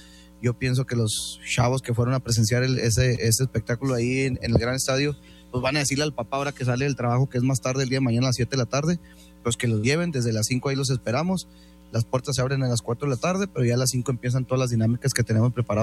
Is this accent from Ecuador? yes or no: no; Mexico; sin hablar con el corazón de que somos mexicanos, siento que la de México fue la mejor